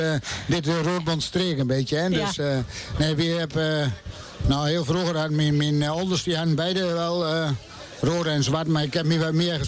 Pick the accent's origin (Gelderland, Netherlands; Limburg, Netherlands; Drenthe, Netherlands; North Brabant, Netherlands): Gelderland, Netherlands; Nijbroek; Ik kom uit Niebroek, geboren en getogen in Niebroek.